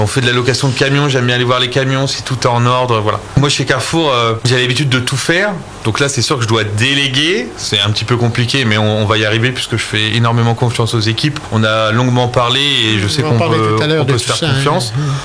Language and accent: French; Reims, Grand Est, France; Je suis natif de Reims.